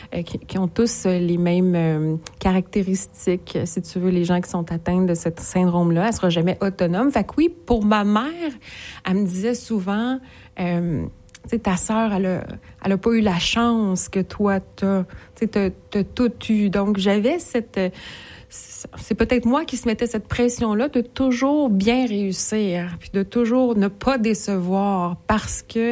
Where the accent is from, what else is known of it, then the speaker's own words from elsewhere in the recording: Laval, Quebec, Canada; Moi, Laval. Donc, je viens de la Rive-Nord, Laval, des parents, là, mon père était directeur d'école.